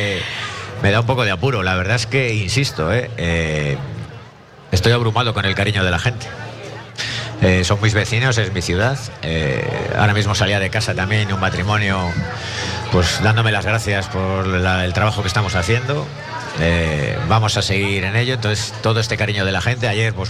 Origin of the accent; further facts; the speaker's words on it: Reinosa, Cantabria, Spain; Yo soy un vecino de Reynosa.